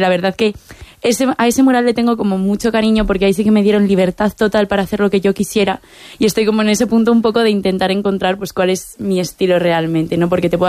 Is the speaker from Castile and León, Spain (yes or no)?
yes; Villar del Campo, Castile and León, Spain; en mi pueblo, en Villar del Campo